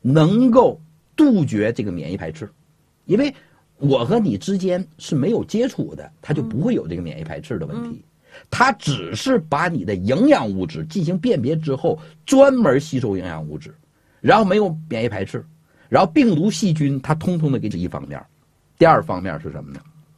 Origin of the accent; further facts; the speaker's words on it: China; 我们中国人有个非常好的传统，要做好月子